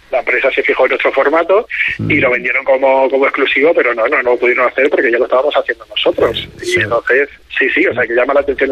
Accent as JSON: {"language": "Spanish", "region": "Extremadura", "country": "Spain", "said": "paisanos somos todos los extremeños"}